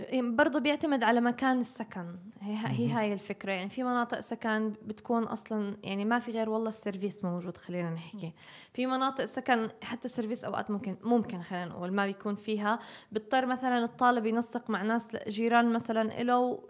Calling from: Palestine; كفلسطينيين عايشين برحمة ربنا

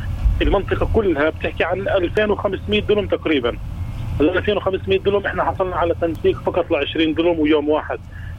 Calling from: Faqqu'a, Jenin Governorate, Palestine; هاي منطقة شمالية البلد بين قريتنا قرية فقوعة وبين عربوانة.

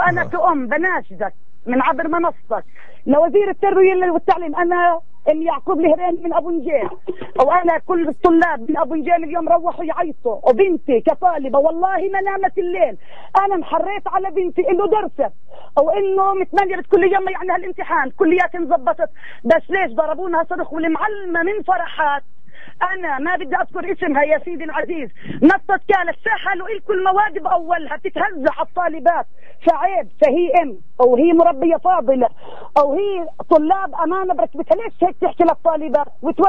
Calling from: Palestine; أنا كمواطنة فلسطينية

